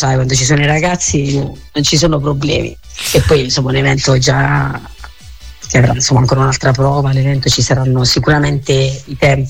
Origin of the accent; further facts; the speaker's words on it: Lesina, Apulia, Italy; E lo realizzeremo in un teatro qui a 15 km dal mio paese, che è un po' più grande, perché non abbiamo un teatro così grande qui a Lesina.